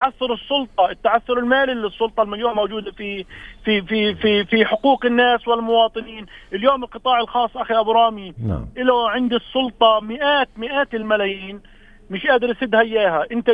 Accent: Palestine

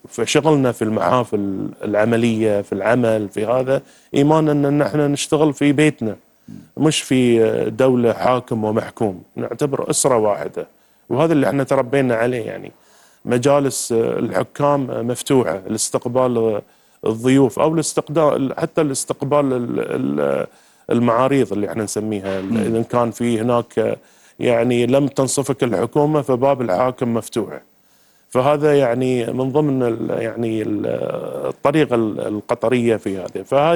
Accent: Qatar; احنا كقطريين

